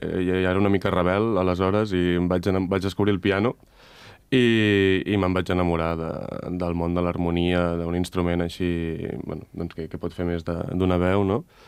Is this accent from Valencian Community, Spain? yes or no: no; Albatàrrec, Catalonia, Spain; jo sóc fill únic i som de Lleida, com explicava ara el Bernat, d'un poble al costat, d'Albatàrrec